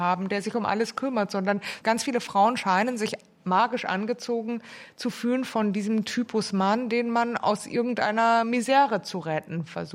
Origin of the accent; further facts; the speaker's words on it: Munich, Bavaria, Germany; Ich bin ja aus München und ich sehe dann schon immer, dass die Leute am Wochenende zum Beispiel so so arge Klettertouren machen